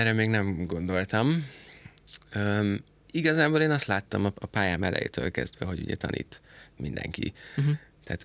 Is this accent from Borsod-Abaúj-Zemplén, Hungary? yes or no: no; Szentendre, Pest, Hungary; én meg ugye szentendrei vagyok eredetileg